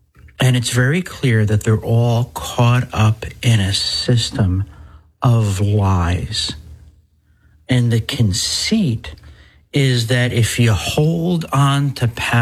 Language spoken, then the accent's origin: English; New Jersey, United States; The second parish I grew up in New Jersey suffered a tragic fire in 1976